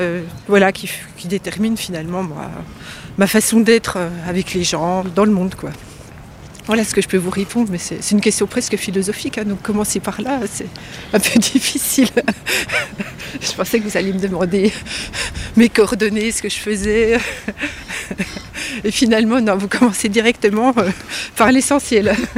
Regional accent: Villers-le-Lac, Bourgogne-Franche-Comté, France; Je viens de Villers-le-Lac, j'habite à la frontière suisse, dans le Doubs.

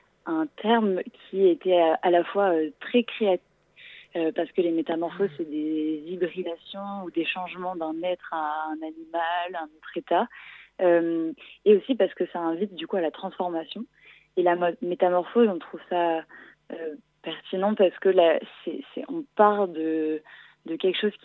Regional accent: Laval, Pays de la Loire, France; je viens de Laval

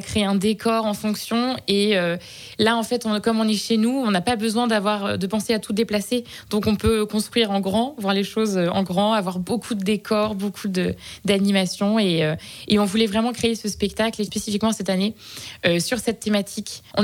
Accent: Hauts-de-France, France

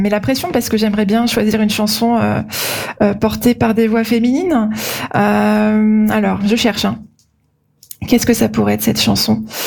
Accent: Caen, Normandy, France; born there; au Salon du Livre de Caen, qui est ma ville natale.

